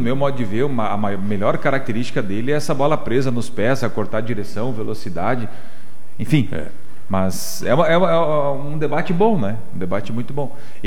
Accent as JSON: {"language": "Portuguese", "country": "Brazil", "said": "nós somos brasileiros, né?"}